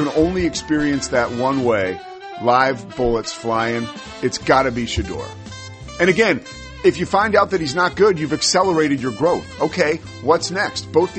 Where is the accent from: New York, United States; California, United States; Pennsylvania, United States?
Pennsylvania, United States; Philadelphia; Well, I think, look, I'm from Philadelphia. I'm not shy about it, and I love the city.